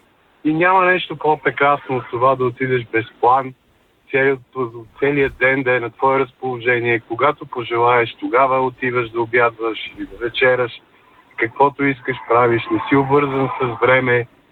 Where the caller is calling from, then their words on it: Sofia, Sofia City, Bulgaria; от София съм.